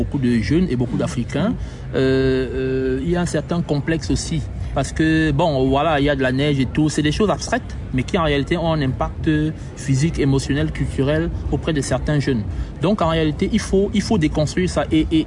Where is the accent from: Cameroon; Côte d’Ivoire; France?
Cameroon